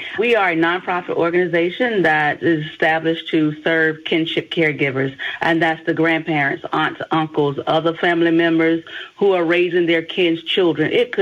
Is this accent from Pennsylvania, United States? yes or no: no; Marlboro County, South Carolina, United States; now in Columbia, United States